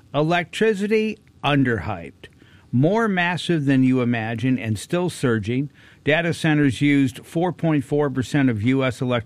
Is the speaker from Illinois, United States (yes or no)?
yes; Chicago, Illinois, United States; Well, growing up in Chicago, the Italian thing was, how many people touch the money?